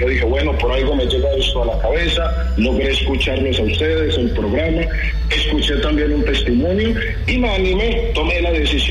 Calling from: La Ceja, Antioquia, Colombia; Yo me encuentro acá en La Ceja, en este momento.

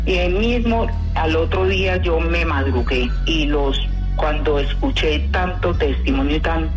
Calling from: El Carmen de Viboral, Antioquia, Colombia; Yo soy del Carmen de Liborá.

